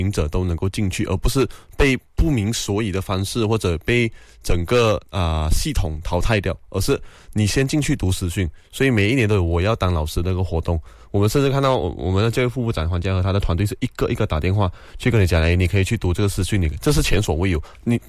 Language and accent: Chinese; Malaysia